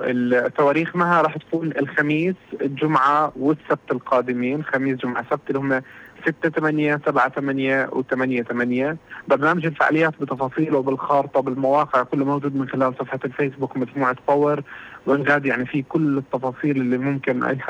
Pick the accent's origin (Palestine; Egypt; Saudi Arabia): Palestine